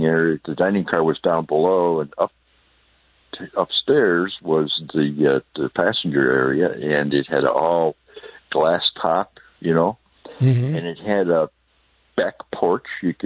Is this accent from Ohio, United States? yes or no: yes; Ohio, United States; Where are you from, Ohio? And I said, oh, she said, where from? I said, well, from Georgia County.